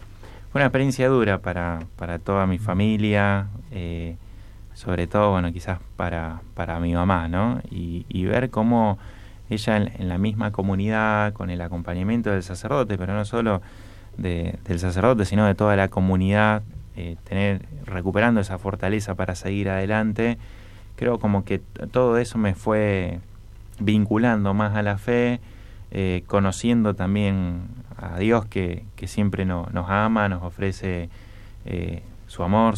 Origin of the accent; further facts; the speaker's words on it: San Lorenzo, Santa Fe, Argentina; Yo soy de San Lorenzo, no soy de Rosario. Y bueno, fui al Colegio San Carlos, ahí en San Lorenzo, un colegio franciscano.